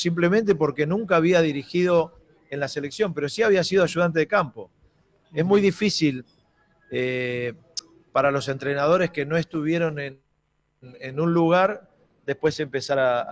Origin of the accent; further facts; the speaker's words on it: Argentina; para los que somos todos los argentinos, futboleros o no futboleros